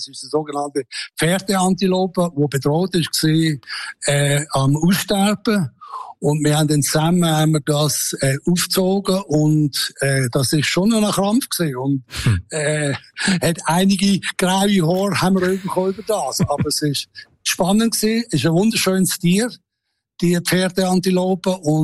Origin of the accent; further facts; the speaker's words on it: Switzerland; ich als Schweizer muss ein bisschen Hügel haben, sonst geht das gar nicht, oder?